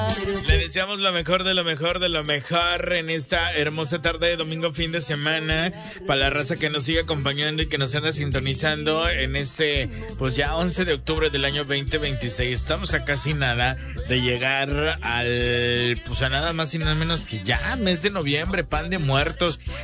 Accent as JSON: {"language": "Spanish", "country": "Mexico", "said": "son tradiciones que solamente aquí en México pues acostumbramos."}